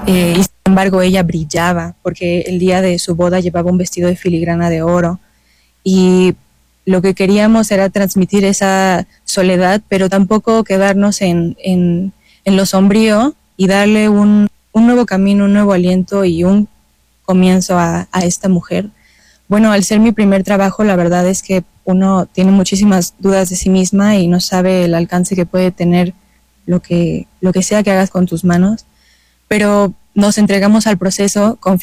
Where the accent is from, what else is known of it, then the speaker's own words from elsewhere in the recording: Chiapas, Mexico; born there; ahora que ya llega a mi tierra, Chiapas